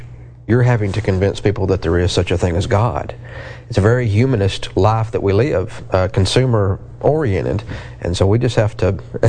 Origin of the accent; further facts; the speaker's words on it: Georgia, United States; now in South Georgia, United States; I'm from South Georgia, actually from North Georgia, but preaching South Georgia.